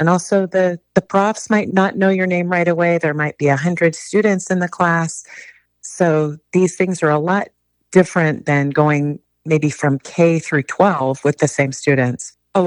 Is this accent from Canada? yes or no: yes; Perth, Ontario, Canada; now in Chico, United States; I'm from Canada and I grew up in a small town in Perth, Ontario.